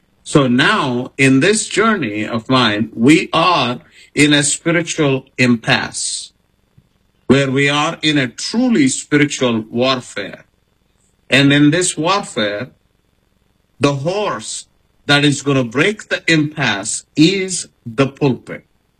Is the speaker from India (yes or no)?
yes; India; even though I'm coming from India.